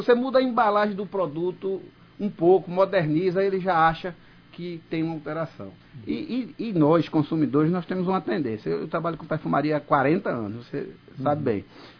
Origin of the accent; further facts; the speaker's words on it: Recife, Pernambuco, Brazil; born there; Temos no centro do Recife, que é onde eu nasci, tem história, como você bem sabe.